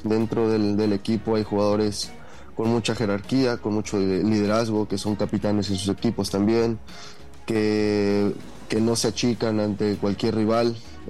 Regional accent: Mexico; Sinceramente, como mexicano y como aficionado del fútbol

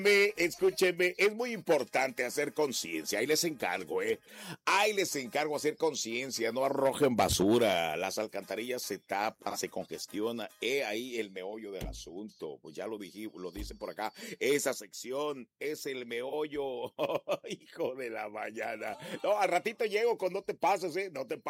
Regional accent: Bahía de Banderas, Nayarit, Mexico; como dijeran allá en mi pueblo, no la pelaban. No la pelaban por ahí en el seguro, en la 33. Allá en Bahía Banderas, que no la pelaban

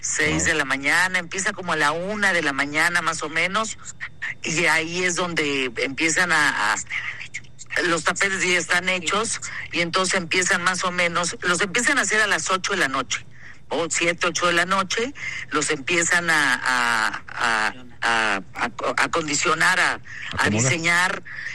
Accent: Mexico; tenemos una obligación como mexicanos para poder hablar de nuestro país.

